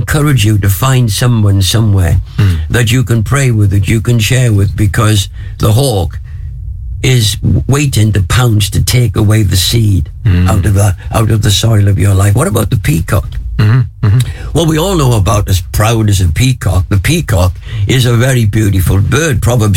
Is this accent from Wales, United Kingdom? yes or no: yes; Wales, United Kingdom; When I was growing up in Wales, we'd go up into the mountain.